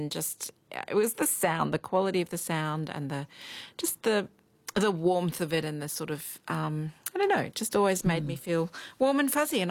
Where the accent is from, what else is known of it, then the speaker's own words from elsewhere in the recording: Brisbane, Queensland, Australia; We're both from Brisbane